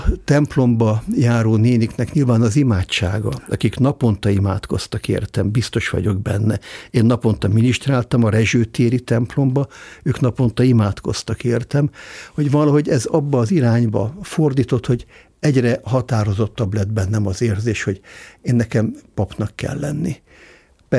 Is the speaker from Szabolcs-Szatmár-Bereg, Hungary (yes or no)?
no; Budapest, Hungary; jelenleg az 5. generációban élünk a 8. kerületben, a tisztviselőtelepen, és ott születtem, ott nőttem föl 4 testvéremmel együtt